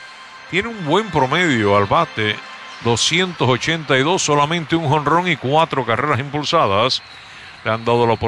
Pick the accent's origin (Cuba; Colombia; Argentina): Cuba; moved away; porque nos ha pasado a todos los que salimos de Cuba.